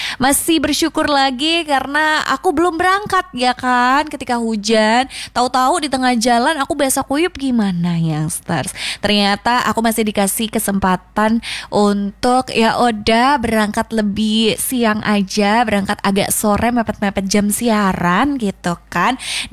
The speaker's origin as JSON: {"language": "Indonesian", "town": "Surabaya", "region": "East Java", "country": "Indonesia", "said": "karena kita orang Surabaya terbiasa ya dengan bahasa yang seperti ini."}